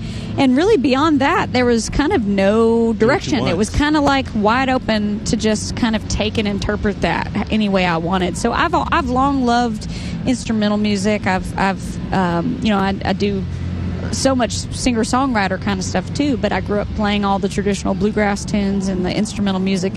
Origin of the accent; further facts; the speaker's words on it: Tennessee, United States; I mean, I grew up in Tennessee.